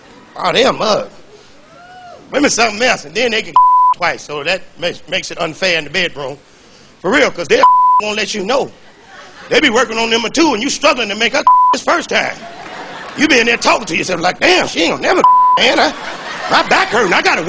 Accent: Chicago, Illinois, United States; See, I'm from the Midwest. I'm from Chicago. That's right, the Chi-Town where we party at.

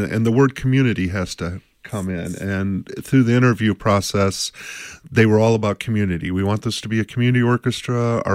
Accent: Oak Ridge, Tennessee, United States; growing up in Oak Ridge, Tennessee, we had a very rich musical life and arts.

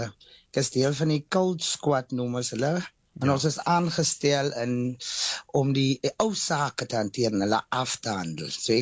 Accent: Northern Cape, South Africa; moved away as an adult; Ek is oorspronklik van 'n klein dorpie, Sandrift in die Rigtersveld, daar teen my besige grens. Goed. So ja, ek het daar groot geword en in die Makoland, ja, so ek is van die kant.

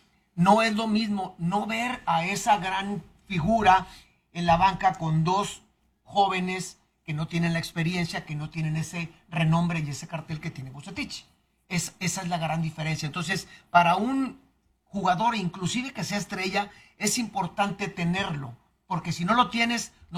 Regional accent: Monterrey, Nuevo León, Mexico; como regiomontanos que somos y como mexicanos

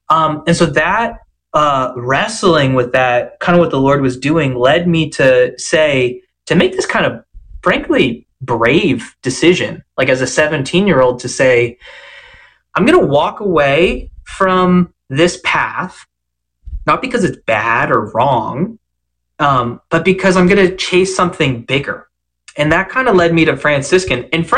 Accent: United States; as American Catholics

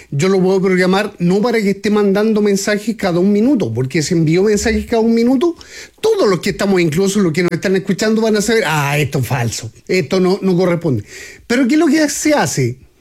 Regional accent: Chile; nos pasa con nuestros vecinos acá en Latinoamérica que, siendo chileno, no nos gusta muchas veces que nos hable un extranjero

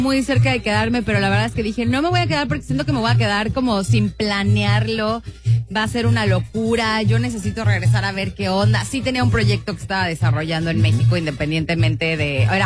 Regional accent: Community of Madrid, Spain; accent: Castilian, Madrid; Es el acento justamente del castellano y del madrileño, como

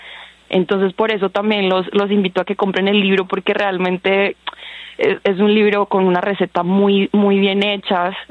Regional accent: Chocó, Colombia; Pues, o sea, para mí es importantísimo decir que soy del Chocó, porque me abre la puerta para hablar del Chocó, y yo amo hablar d

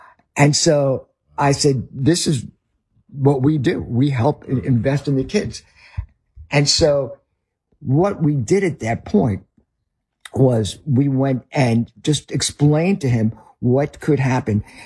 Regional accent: the North, Northern United States, United States; accent: Northern; As you can tell, I am a Northerner with my accent.

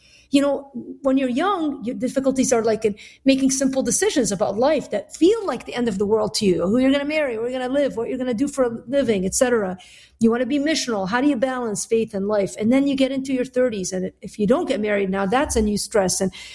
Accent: Lebanon; now in United States; I'm Lebanese. I grew up in Lebanon.

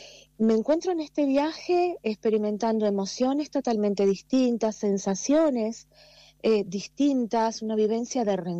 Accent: Las Piedras, Canelones, Uruguay; yo soy de Las Piedras

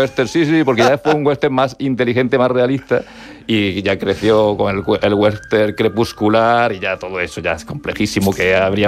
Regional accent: Castilla-La Mancha, Spain; Yo soy manchego y yo no sé por qué.

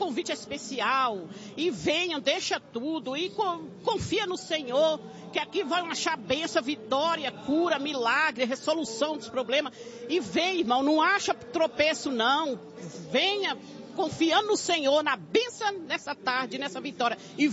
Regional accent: Capão Redondo, São Paulo, Brazil

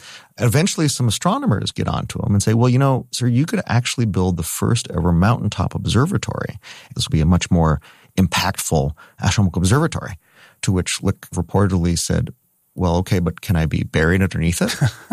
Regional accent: Canada; I grew up in Canada, and I really always enjoy just going out on the winter nights and looking up at the stars.

